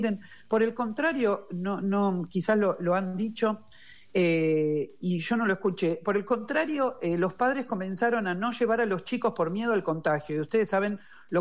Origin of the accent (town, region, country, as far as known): Buenos Aires, Argentina